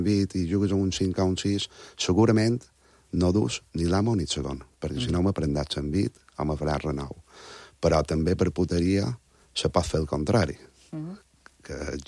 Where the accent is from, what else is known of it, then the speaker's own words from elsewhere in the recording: Montuïri, Balearic Islands, Spain; un joc tradicional que tenim en el meu poble, que és Montuïri, que és xatè